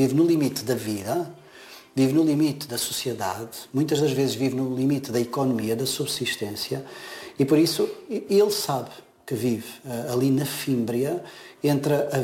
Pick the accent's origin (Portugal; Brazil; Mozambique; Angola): Portugal; Madeira; Sim, eu sou madeirense, portanto a ligação dos ilhéus com o mar é assim muito profunda.